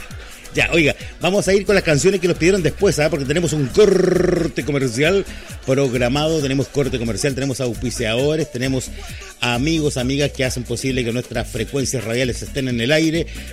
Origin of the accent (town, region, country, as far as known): Chile